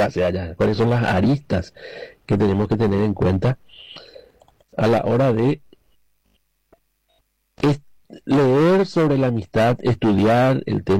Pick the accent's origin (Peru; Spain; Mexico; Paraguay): Paraguay